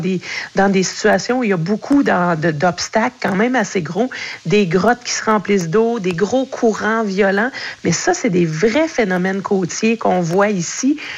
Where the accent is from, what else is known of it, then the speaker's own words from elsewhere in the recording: Quebec, Canada; Chez nous, en Mangani